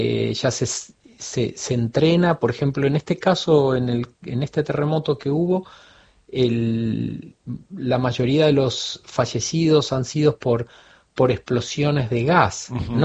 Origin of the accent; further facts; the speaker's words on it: Buenos Aires, Argentina; moved away as an adult; also born or lived in United States / France; now in Fukuoka, Japan; desde los 6 años hasta la universidad estuve en Buenos Aires.